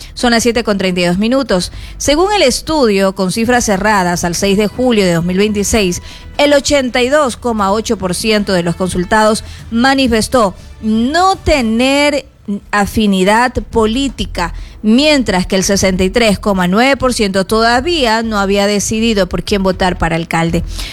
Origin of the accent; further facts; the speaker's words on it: Ecuador; como ciudadanos, como ecuatorianos